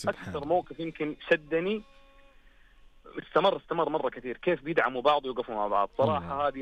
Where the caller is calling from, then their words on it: Mecca, Makkah Province, Saudi Arabia; مكه المكرمه.